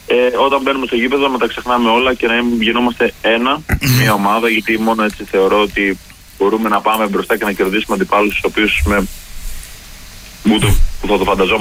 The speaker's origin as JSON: {"language": "Greek", "country": "Greece", "said": "σαν Έλληνες είμαστε μια ομάδα"}